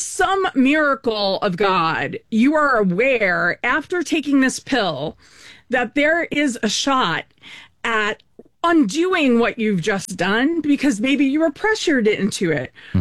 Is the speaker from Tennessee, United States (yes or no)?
no; New York, United States; Right, because I'm from New York, so everything, it's New York, California and stuff in between.